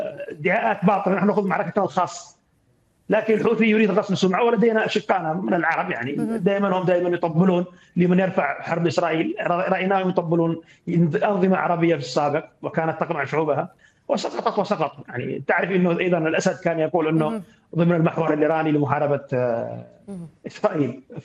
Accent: Yemen; نحن كيمنيين

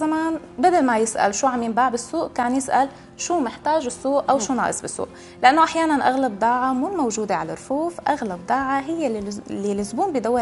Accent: Homs, Homs Governorate, Syria; moved away; بما أني من حمص وعندي كتير سفرات لهنيك

